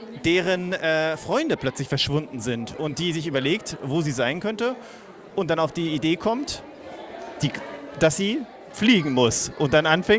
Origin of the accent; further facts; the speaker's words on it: Rostock, Mecklenburg-Vorpommern, Germany; born there; moved away; Ich komme aus Rostock.